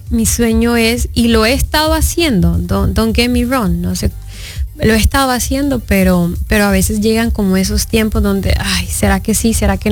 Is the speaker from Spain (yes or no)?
no; Honduras; moved away; yo soy de Honduras